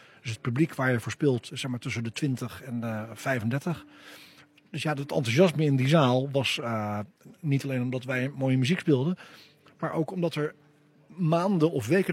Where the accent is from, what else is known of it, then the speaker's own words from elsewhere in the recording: Netherlands; Dat is als Hollander echt.